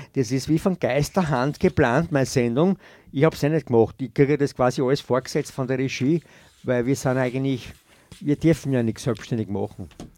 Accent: Austria; wir als Österreicher

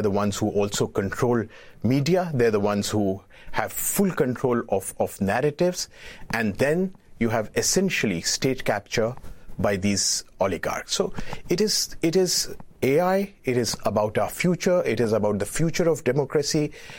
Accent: India; whether I come from India. So I've seen movements in Sri Lanka, in Bangladesh, in Nepal, changing regimes.

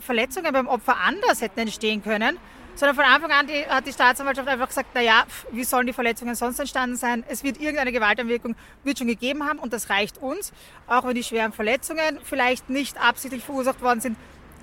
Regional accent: Austria

